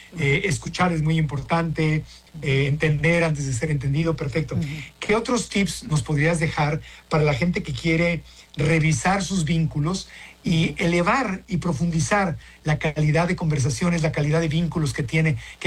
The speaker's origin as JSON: {"language": "Spanish", "town": "Acapulco", "region": "Guerrero", "country": "Mexico", "tie": "born or raised there", "said": "yo tengo casa en Acapulco, mi abuelita es de Acapulco, yo crecí en Acapulco."}